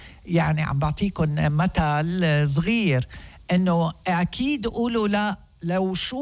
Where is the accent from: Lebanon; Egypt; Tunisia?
Lebanon; وأنت من وين؟ من لبنان.